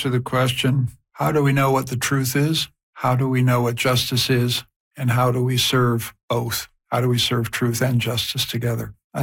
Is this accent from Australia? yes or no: no; Canada; now in Vienna, Austria; I'm a Canadian professor of historical studies at Central European University in Vienna.